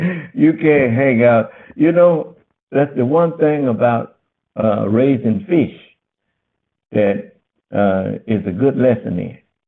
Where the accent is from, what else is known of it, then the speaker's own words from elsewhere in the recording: Los Angeles, California, United States; moved away as an adult; I grew up in Watts. I had never really been out of Los Angeles until I joined the Marine Corps.